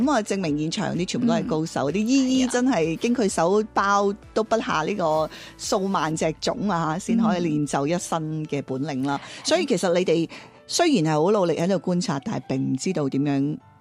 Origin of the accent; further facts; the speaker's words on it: Taishan, Guangdong, China; 我自己本身真的很喜欢吃我家乡的咸肉粽、啦，这些都是最标配的，即是最传统的。但是莲子好像 台山的鹹肉粽真的很少加、